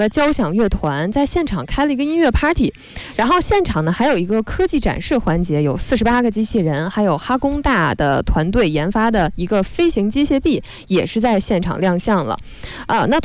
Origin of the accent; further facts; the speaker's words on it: Northeast China, China; 对，但其实像我们在东北长大的，就是已经习以为常了。